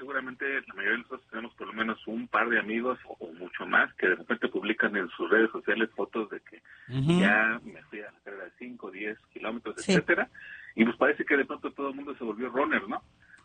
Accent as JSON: {"language": "Spanish", "country": "Mexico"}